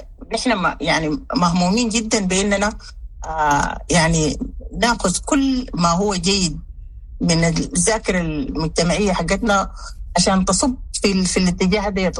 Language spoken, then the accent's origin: Arabic; Western Sudan, Sudan; moved away; أنا مثلا عشت طفولتي في غرب السودان، أنا من الشمال عشت كل طفولتي في غرب السودان، عشان كده بتغنى بكل إيقاعات الكردفانية